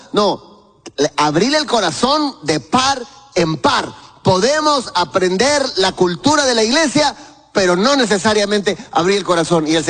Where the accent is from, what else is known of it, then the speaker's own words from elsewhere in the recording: Guatemala; now in Tegucigalpa, Honduras; expresión chapina, los tiliches. Donde están todos los chunches, decimos allá.